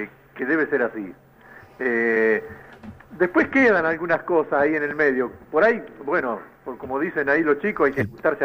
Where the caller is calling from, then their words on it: San Martín, Buenos Aires Province, Argentina; de San Martín.